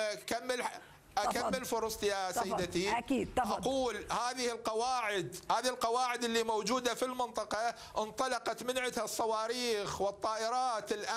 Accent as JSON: {"language": "Arabic", "country": "Iraq", "said": "يعني أنا عراقي لا أتحدث عن إيران، ليس المتحدث باسم الجمهورية الإيرانية، أنا عراقي"}